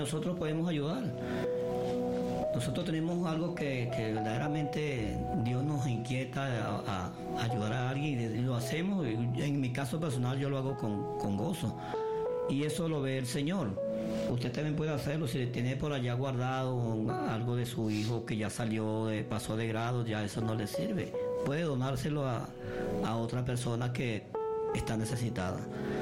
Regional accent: Venezuela

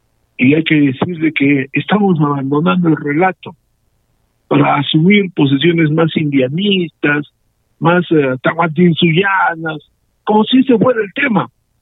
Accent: Arequipa, Peru

